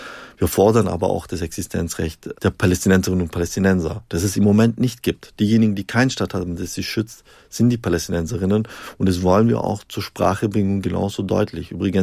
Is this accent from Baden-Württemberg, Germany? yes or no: yes; Stuttgart, Baden-Württemberg, Germany; In der Automobilindustrie, ich komme ja aus Stuttgart, das ist ein ganz großes Thema.